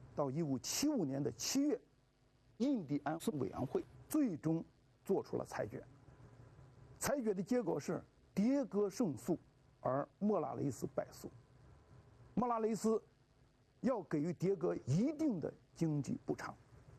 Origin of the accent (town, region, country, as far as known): China